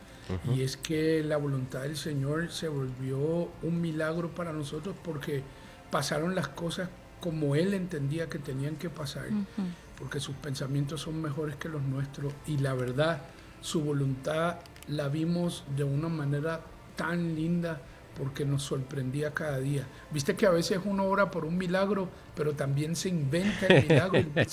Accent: Puerto Rico; also born or lived in Venezuela; Nací en Venezuela, aunque me crié en Puerto Rico.

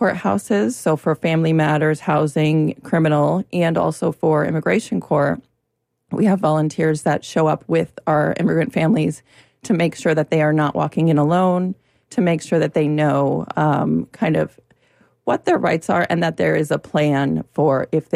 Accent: Connecticut, United States; I'm originally from Connecticut

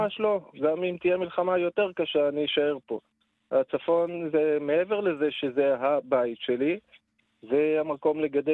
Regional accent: Jerusalem, Jerusalem District, Israel; moved away as an adult; also born or lived in Tel Aviv; now in Northern Israel; חודש לפני מלחמת לבנון השנייה עברתי לצפון מתל אביב. אני ירושלמי במקור, ואני הגעתי הנה ב-2005, תחילת 2006

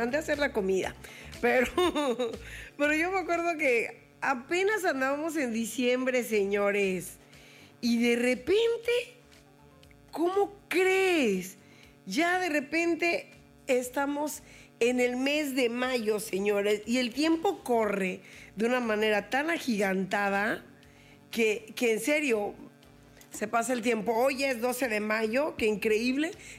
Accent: Puebla, Mexico; moved away; En mi pueblo, ahí en Puebla

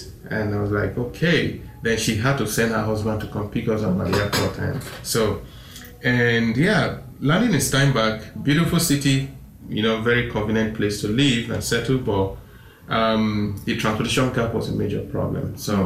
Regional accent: Nigeria; moved away as an adult; my home country, Nigeria.

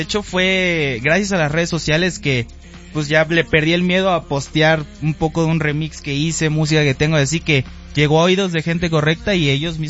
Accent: Veracruz, Mexico; yo soy de Veracruz, nos encanta la fiesta.

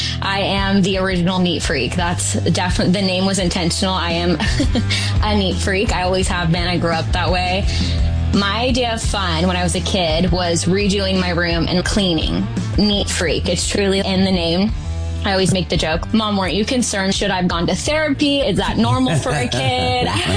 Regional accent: California, United States; now in Sacramento, United States; So now our home base is Sacramento, California, but I grew up in the Central Valley where Wendy's located.

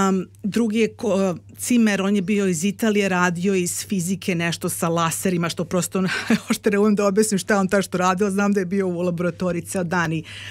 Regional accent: Belgrade, Serbia; moved away as an adult; now in Australia; iz Beograda sam, došla sam u Australiju pre 10 godina

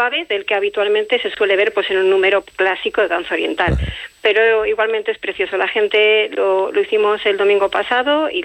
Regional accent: Logroño, La Rioja, Spain; somos logroñesas, somos riojanas

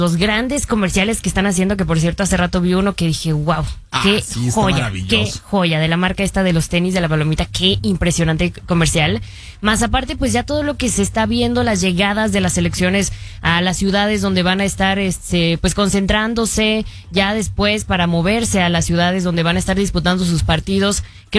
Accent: Mexico; Porque soy mexicana.

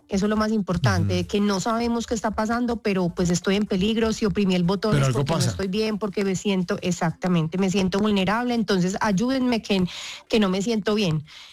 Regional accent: Medellín, Antioquia, Colombia; Yo soy de Medellín. Yo soy de Medellín

